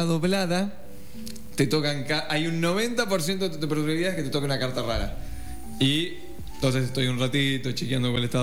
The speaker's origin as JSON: {"language": "Spanish", "country": "Argentina", "said": "Creo que soy ese argentino en el medio de la TAM."}